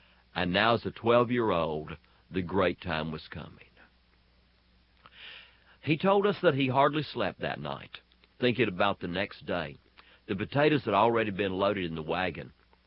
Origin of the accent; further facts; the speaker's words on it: North Carolina, United States; as a little boy growing up in the North Carolina mountains